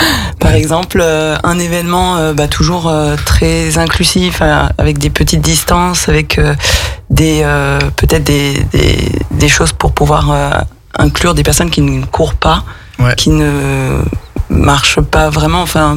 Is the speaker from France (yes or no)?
yes; France; moved away as an adult; j'ai 36 ans, je suis aixoise et amoureuse de ma région.